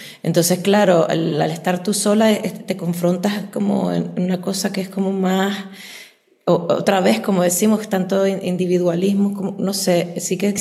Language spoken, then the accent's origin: Spanish; Canary Islands, Spain; yo soy de las Islas Canarias, y entonces mis ancestras, pues los ancestros de las Islas Canarias, en Tenerife en concreto, momificaban.